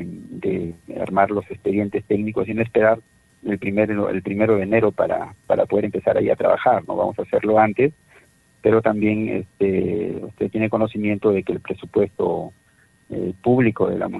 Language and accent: Spanish; Salpo, La Libertad, Peru; estoy muy agradecido de mi pueblo de Salpo